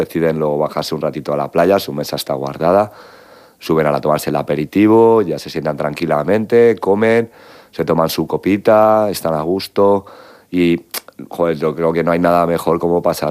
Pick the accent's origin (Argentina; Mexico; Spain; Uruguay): Spain; nuestra cultura como españoles